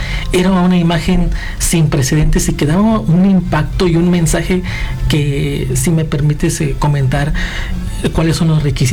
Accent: Oaxaca, Mexico; accent: Oaxacan; Yo soy originario del estado de Oaxaca.

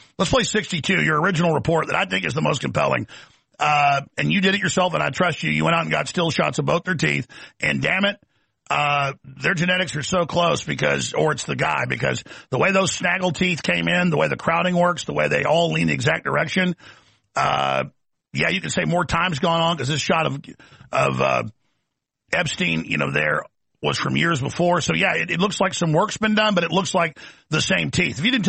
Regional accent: Dallas, Texas, United States; It was rough growing up in Dallas for a reason.

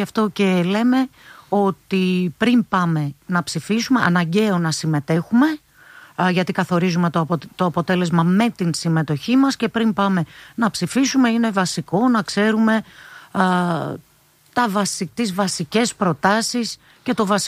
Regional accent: East Macedonia and Thrace, Greece; στα μέρη μου πάνω στον Εύρο

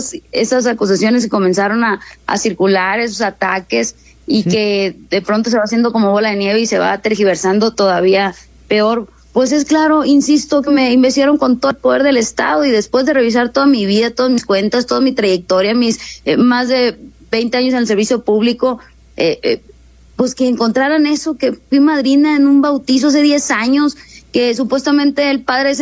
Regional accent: Sinaloa, Mexico; pues soy norteña, soy sinaloense, lo hago muy franco, muy directo, pero pues bueno, así como somos los sinaloenses.

